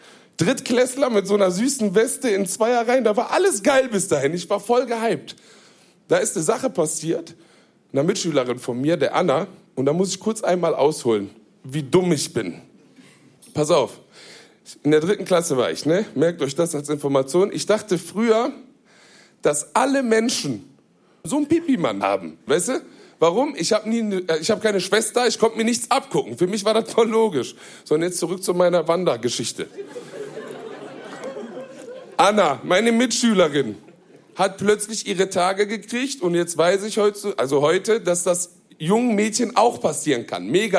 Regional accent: Duisburg, North Rhine-Westphalia, Germany; So, ich bin in Duisburg, in Marxloh aufgewachsen.

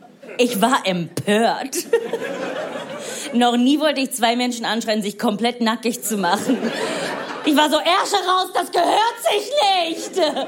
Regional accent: Rome, Lazio, Italy; German is a second language; now in Germany; Cool, ja, Finn hat's gesagt, ich bin in Rom aufgewachsen, ich bin Italienerin und ich weiß, ihr seid gerade alle unfassbar stolz auf mein Deutsch.

